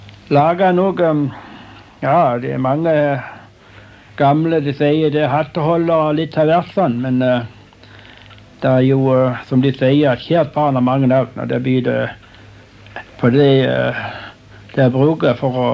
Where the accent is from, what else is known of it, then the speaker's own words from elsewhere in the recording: Lyngdal, Agder, Norway; og da begynte Lodd å pendle her hjemme i Lyngdal. Det var da jeg og talte med et menneske på Jæren, og jeg stod hjemme i Lyngdal.